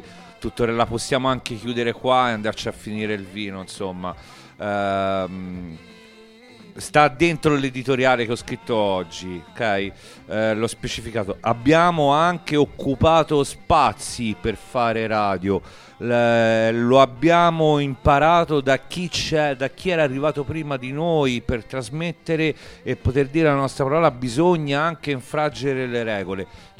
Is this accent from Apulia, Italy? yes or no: no; Tuscany, Italy; now in Rome, Italy; Io da toscano ho provato a portare questa esperienza.